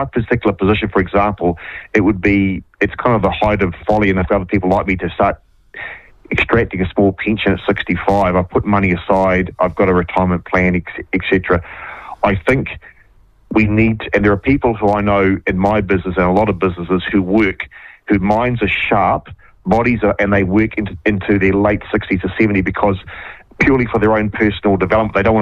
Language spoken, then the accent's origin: English; Waikato, New Zealand; moved away; I'm from the Waikato originally